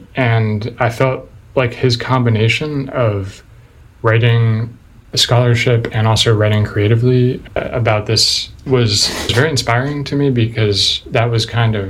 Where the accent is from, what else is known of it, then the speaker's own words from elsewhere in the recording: United States; I'm American